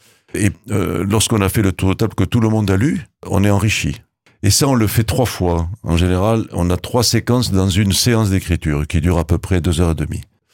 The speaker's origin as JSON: {"language": "French", "region": "Occitanie", "country": "France", "said": "Ah oui, parce que on est du Volvestre."}